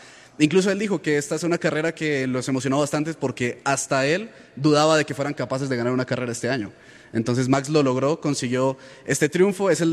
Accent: Ecuador

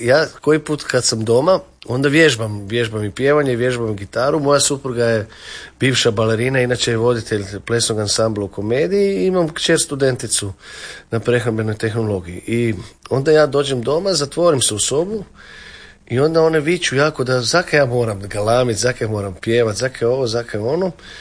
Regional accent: Zagreb, City of Zagreb, Croatia; also born or lived in Vienna; rodio sam se ovdje 1970. godine i kak sam se tu zlegel, kak bi se reklo, ta naša ljubav traje od tog prvog dana. Rođen sam u Petrovoj bolnici sa 7 mjeseci, bio sam nedonošće

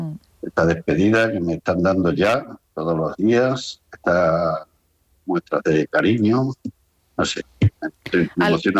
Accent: Extremadura, Spain; moved away; Yo me siento extremeño, pero también miguelete

